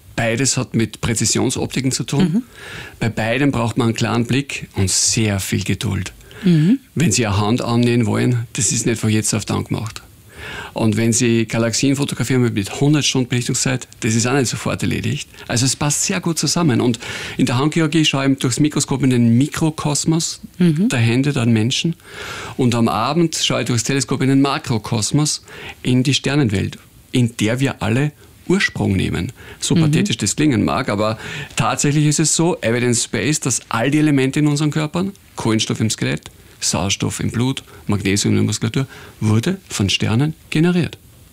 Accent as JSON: {"language": "German", "region": "Upper Austria", "country": "Austria", "tie": "born there", "said": "Ich habe das Privileg gehabt, dass ich in der Kindheit viel am Land war, im Innviertel"}